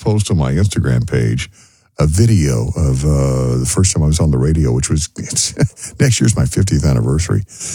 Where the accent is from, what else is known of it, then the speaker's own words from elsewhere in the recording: Texas, United States; accent: West Texas; also born or lived in California; now in Omaha, United States; I was born in California. I don't have the Californian accent. I was raised in West Texas. I got the West Texas accent, but it's not as bad as it used to be.